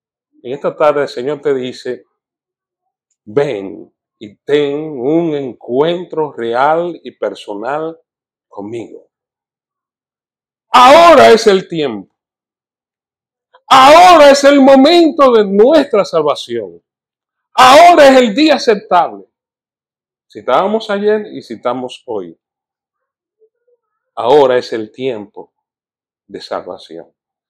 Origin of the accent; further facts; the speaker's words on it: Dominican Republic; En mi país, en la República Dominicana, usted entrevista a cualquier persona en la calle y dicen muchísimas cosas, se te citan textos bíblicos.